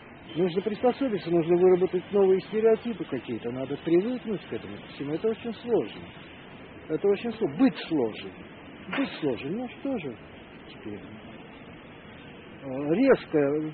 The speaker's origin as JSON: {"language": "Russian", "region": "Moscow", "country": "Russia", "said": "я старый москвич"}